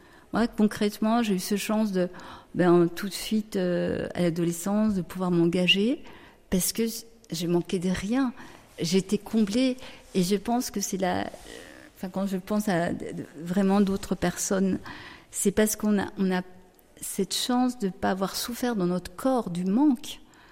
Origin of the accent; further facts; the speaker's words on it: France; moved away as an adult; also born or lived in Paris / Lebanon; j'ai donc toute mon enfance, adolescence en France, mes études à Paris d'infirmière, et puis après j'ai vécu 25 ans au Liban.